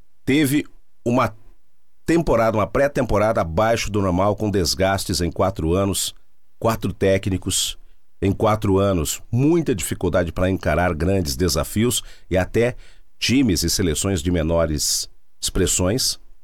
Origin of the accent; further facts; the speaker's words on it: Brazil; nós, como bons brasileiros